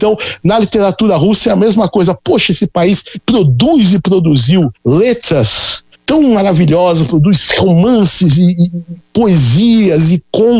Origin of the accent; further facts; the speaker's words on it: Brazil; Não este brasileiro que vos fala, assim.